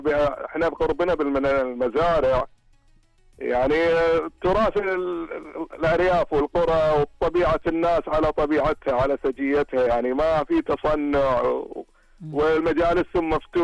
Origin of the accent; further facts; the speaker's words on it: Al-Ahsa, Eastern Province, Saudi Arabia; احنا القرية او قرى الأحساء